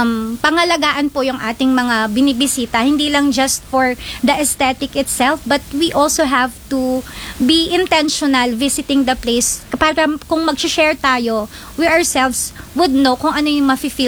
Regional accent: Central Luzon, Philippines; I am from Bataan.

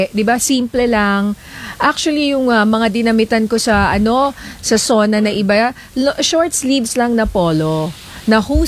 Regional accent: Ilocos Region, Philippines; hindi lang dahil ako taga Ilocos

